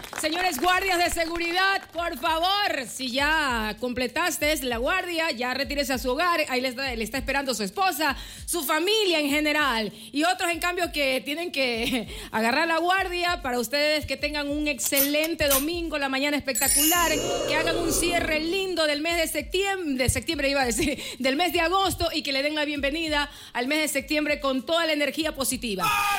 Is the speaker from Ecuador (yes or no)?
yes; Ecuador; yo no soy argentina, boludo, yo soy ecuatoriana